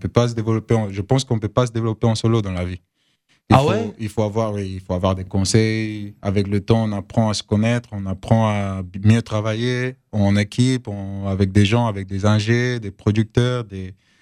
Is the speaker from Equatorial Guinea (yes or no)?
yes; Equatorial Guinea; also born or lived in Spain / Cameroon; now in France; Et originaire de la Guinée équatoriale, le seul pays de l'Afrique qui a comme langue première l'espagnol, et entouré par des pays francophones.